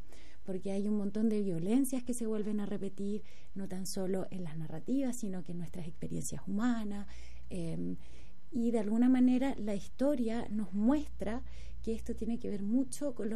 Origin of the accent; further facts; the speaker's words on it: Chile; moved away as an adult; now in Bochum, Germany; y yo también vengo desde Chile, de otro pueblito ex minero del carbón